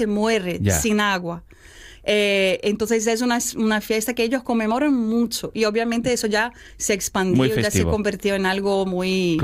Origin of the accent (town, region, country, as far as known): Brazil; now in Galicia, Spain